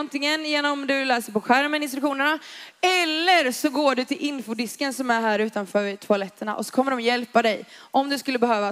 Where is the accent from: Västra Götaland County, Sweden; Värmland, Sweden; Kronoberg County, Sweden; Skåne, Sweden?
Kronoberg County, Sweden; Växjö; now in Varberg, Sweden; Nej, i grund och botten är jag från Växjö faktiskt.